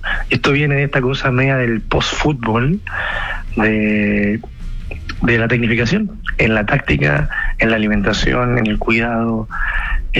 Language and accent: Spanish; Chile; now in Barcelona, Spain; Peor somos nosotros los chilenos que ni estamos.